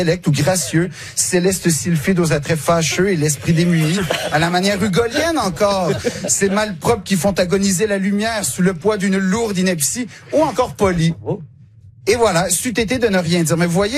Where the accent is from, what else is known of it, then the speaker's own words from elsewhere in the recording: Quebec, Canada; J'essaie de si il me regarde de haut du fait que je suis québécois